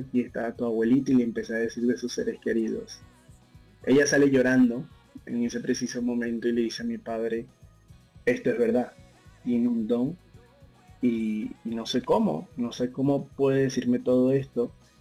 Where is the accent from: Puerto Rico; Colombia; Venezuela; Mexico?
Venezuela; yo soy un joven de 21 años, soy venezolano, ¿vale?